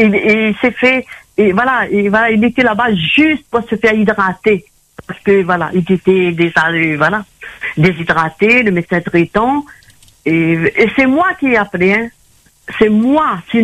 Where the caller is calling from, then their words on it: Saint-Denis, Réunion; moi j'appelle de Saint-Denis.